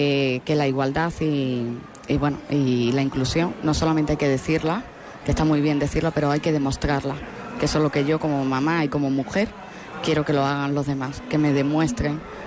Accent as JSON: {"language": "Spanish", "town": "Cáceres", "region": "Extremadura", "country": "Spain", "tie": "born or raised there", "said": "yo soy nacida y criada en Cáceres, uh-huh. pero en Almoharín está mi familia paterna."}